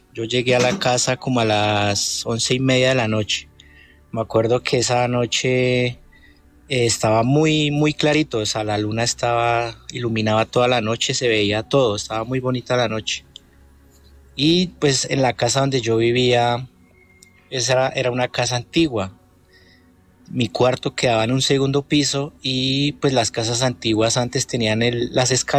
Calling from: Tabio, Cundinamarca, Colombia; Yo soy de Tabio.

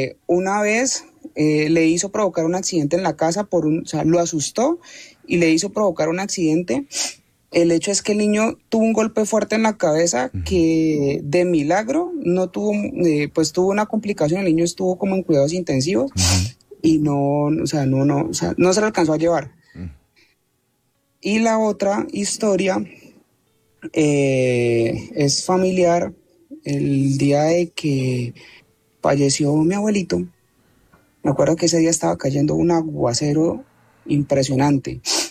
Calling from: Cali, Valle del Cauca, Colombia; Desde Cali.

